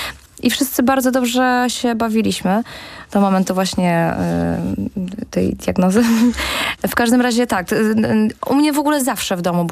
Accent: Warmian-Masurian Voivodeship, Poland; moved away; Ja mieszkałam, właśnie pochodzę z małego miasta, spod Olsztyna.

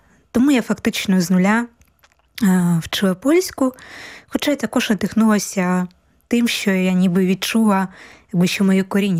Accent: Kharkiv, Kharkiv Oblast, Ukraine; moved away as an adult; now in Poland; Я з міста Харкова. Власне, я народилася у Харкові і жила багато років в місті Харків. Але вже коли приїхала до Польщі, власне, я ще навчалася в місті Харкові

